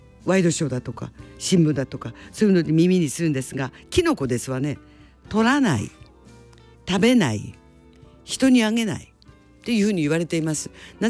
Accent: Yamanaka, Ishikawa, Japan; 私は山中出身だから

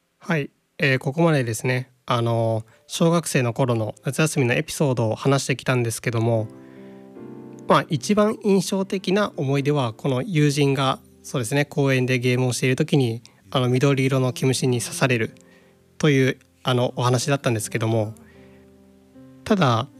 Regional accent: Okayama, Japan; born or raised there; now in Nonoichi, Japan

